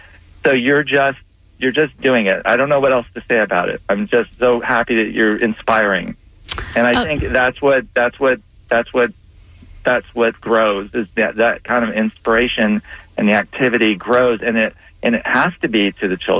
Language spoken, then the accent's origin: English; St. Petersburg, Florida, United States; moved away; also born or lived in Hawaii; And I grew up in St. Pete from about fourth grade, went to St. Pete High, and I bicycled a lot.